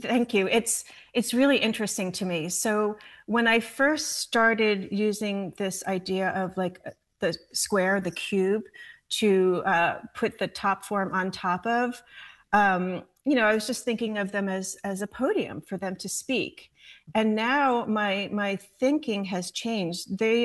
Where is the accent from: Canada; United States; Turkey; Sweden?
United States; New York; What's great about growing up in the East Village also and having two children is our kids went to a school where most of the parents were artists.